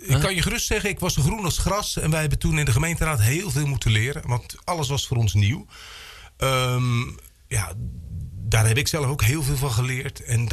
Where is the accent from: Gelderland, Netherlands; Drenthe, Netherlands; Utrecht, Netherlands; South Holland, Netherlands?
South Holland, Netherlands; Ridderkerk; also born or lived in Dordrecht; Ja, ik ben in Dordrecht geboren. Mijn ouders woonden in Ridderkerk. Hier in de Bernhard-Zweerstraat op nummer 10.